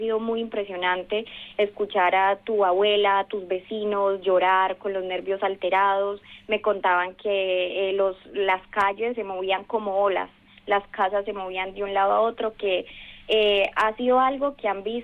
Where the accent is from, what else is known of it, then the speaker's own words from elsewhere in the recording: Valle del Cauca, Colombia; now in Tarancón, Spain; De la ciudad de donde vengo, es una de las ciudades que estuvo afectada. Nosotros estamos muy cerca de Cali